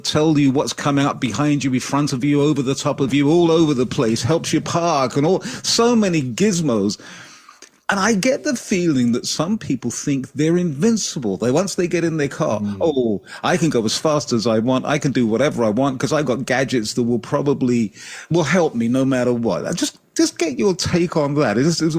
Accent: London, United Kingdom; Growing up in London, where I did, I didn't get a car.

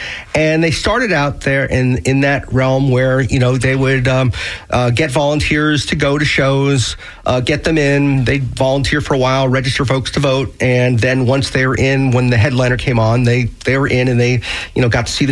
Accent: Miami, Florida, United States; moved away as an adult; So I grew up in Miami. Like a typical 18-year-old moved out of Miami when I was 18 and went to college.

